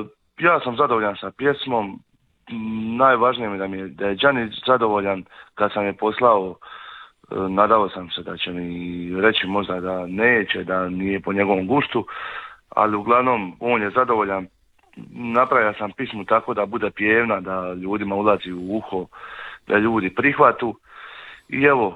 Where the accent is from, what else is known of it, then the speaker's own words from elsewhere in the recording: Zaton, Šibenik-Knin County, Croatia; Spot je sniman u Zatonu kod Šibenika, odakle sam ja